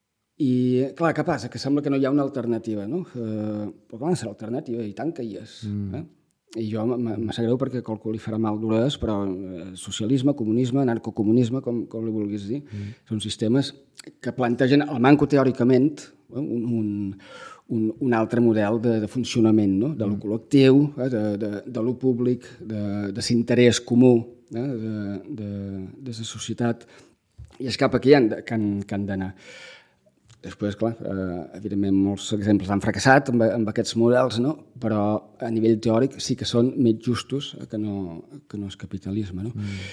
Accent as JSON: {"language": "Catalan", "region": "Balearic Islands", "country": "Spain", "said": "Que ens defineixen com a menorquins, com a menorquines, com a illa"}